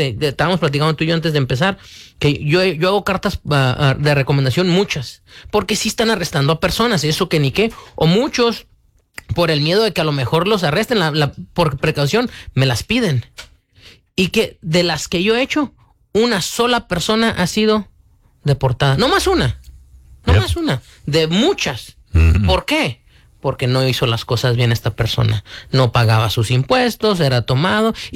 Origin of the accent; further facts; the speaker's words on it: Mexico; La realidad, Víctor, que la gente que venimos de México no somos estudiados, no somos egresados de una universidad. Somos personas trabajadoras que venimos muchos de campo, la mayoría.